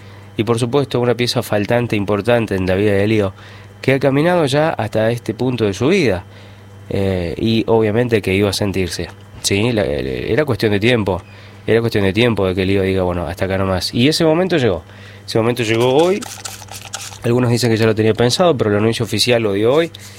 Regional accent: Argentina; esas ganas como argentino

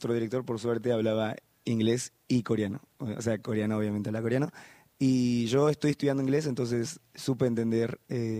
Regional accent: Jujuy, Argentina; also born or lived in Buenos Aires; De acá, de Jujuy.

